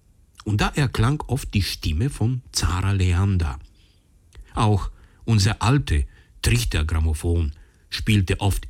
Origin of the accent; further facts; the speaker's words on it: Sofia, Sofia City, Bulgaria; Meine erste Begegnung mit ihr, leider nur akustisch, war in meiner Geburtsstadt Sofia. Es war Ende der 40er Jahre. Ich war in der Grundschule.